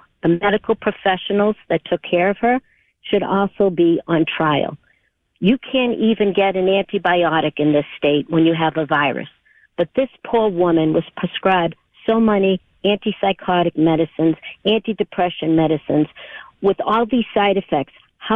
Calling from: Boston, Massachusetts, United States; I'm calling from Boston, the mega medical capital of the United States

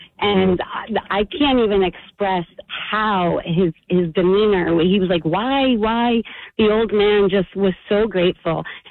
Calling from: Howell, New Jersey, United States; I'm from Howell.

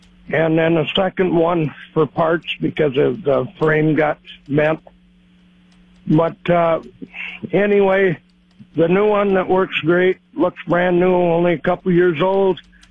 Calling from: Beaver Creek, United States

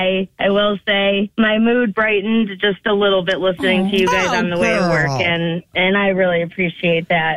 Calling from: Mount Pleasant, South Carolina, United States; Mount Pleasant.

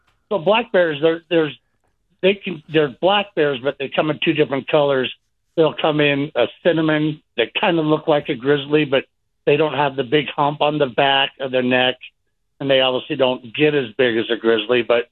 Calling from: Bozeman, Montana, United States; So I live in Bozeman, Montana. We have bears cruising through my neighborhood all the time.

